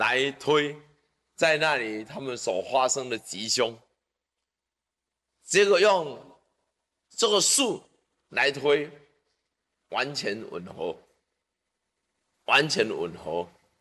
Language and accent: Chinese; Taiwan; 在我6年前快7年了，那时候我到纽西兰去，我们很多那时候我们台湾人。到纽西兰移民去了。